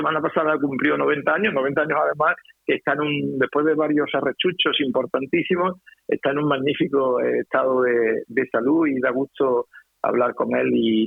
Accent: Córdoba, Andalusia, Spain; yo me he criado en Córdoba, no siendo cordobés, pero yo me he criado en Córdoba

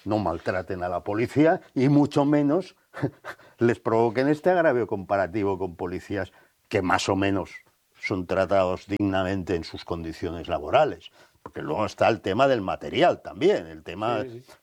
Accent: Barcelona, Catalonia, Spain; moved away as an adult; como catalán que he sido durante 57 años, desde que nací, 57 años los pasé en Barcelona

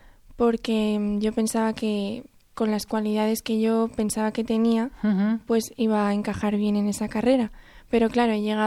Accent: Madrid, Community of Madrid, Spain; Del barrio de Salamanca.

